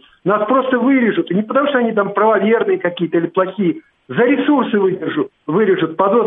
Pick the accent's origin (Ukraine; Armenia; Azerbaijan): Azerbaijan; Baku; now in Moscow Oblast, Russia; Подмосковье. Ну вот я бывший бакинец